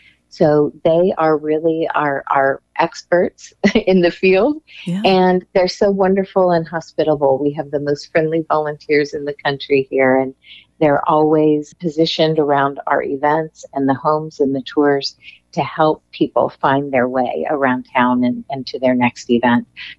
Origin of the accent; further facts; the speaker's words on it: Indio, California, United States; I'm from here. I grew up in the Coachella Valley. I went to Indio High School and married someone that also grew up here. And we both have made our lives and careers here.